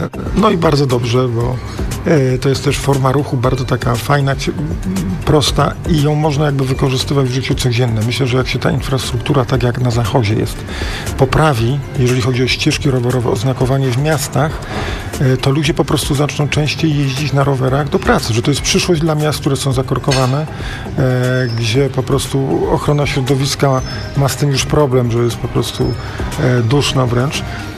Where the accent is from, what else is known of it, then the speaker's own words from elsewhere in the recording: Lower Silesian Voivodeship, Poland; A u nas w Górach Izerskich jest pod tym względem idealnie.